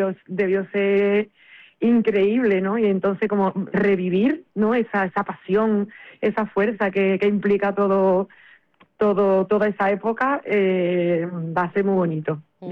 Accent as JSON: {"language": "Spanish", "town": "Seville", "region": "Andalusia", "country": "Spain", "said": "Yo soy de Sevilla, pero yo soy una enamorada de la provincia de Cádiz."}